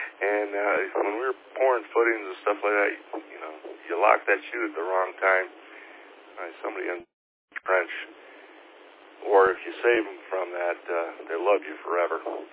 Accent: Chicago, Illinois, United States; moved away as an adult; now in Phoenix, United States; growing up in Chicago and all that, been out here, been in Phoenix a little over 20 years

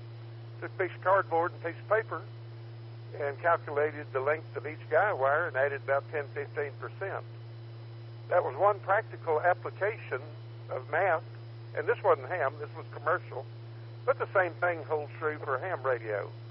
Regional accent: Rosebud, Texas, United States; When I was real young, teenager maybe, in my hometown of Rosebud

